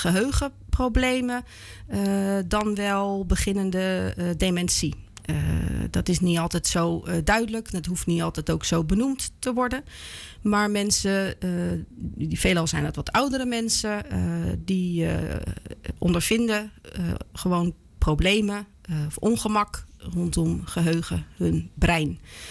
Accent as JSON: {"language": "Dutch", "town": "The Hague", "region": "South Holland", "country": "Netherlands", "said": "49 lentes jong. Bovenal moeder van mijn 3 kinderen. Ik kom uit Den Haag"}